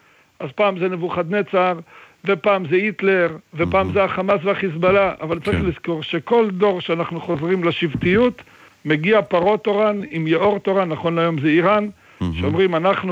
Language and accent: Hebrew; Netanya, Central District, Israel; born there; אני נולדתי בנתניה, אני מסתובב בנתניה